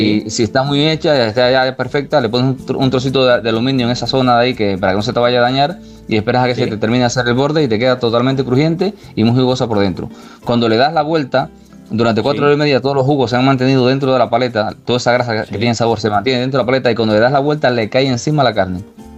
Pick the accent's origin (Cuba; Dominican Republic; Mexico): Cuba; Sí, los descendientes de españoles, bueno, que somos los cubanos, que somos prácticamente todos descendientes españoles.